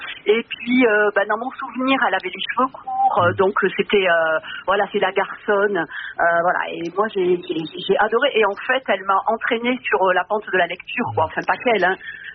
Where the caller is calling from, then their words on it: Dijon, Bourgogne-Franche-Comté, France; Je vous appelle de Dijon.